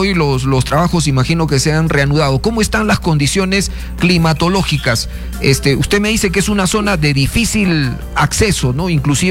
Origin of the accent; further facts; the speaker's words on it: Peru; todos los peruanos estamos con ustedes